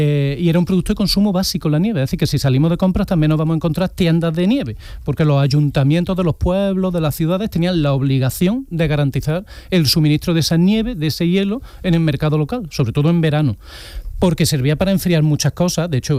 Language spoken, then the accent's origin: Spanish; Córdoba, Andalusia, Spain; Venga, que nos vamos a poner en mi tierra, en Córdoba, Charo sabrá, se dice